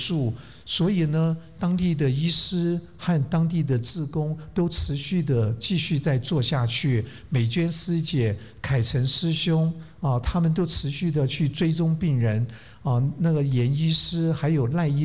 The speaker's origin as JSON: {"language": "Chinese", "country": "Taiwan", "moved": "yes"}